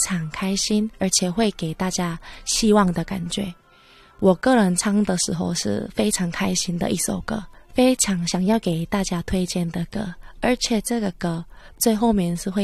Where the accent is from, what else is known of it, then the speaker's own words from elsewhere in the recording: South Korea; Chinese is a second language; moved away as an adult; now in Taiwan; 我是韩国人，不知道你们有没有听得出来。